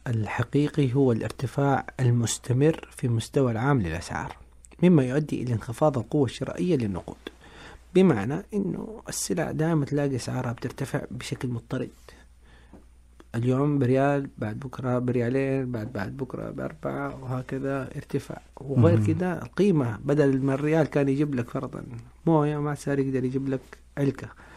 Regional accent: Saudi Arabia; عندنا في السعودية

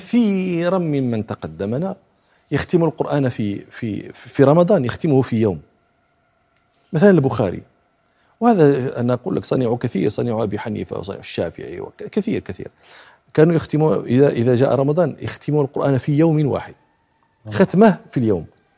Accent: Morocco; وأنا شاب مراهق كنت جالسا على ناصية طريق في إحدى المدن القديمة عندنا في المغرب

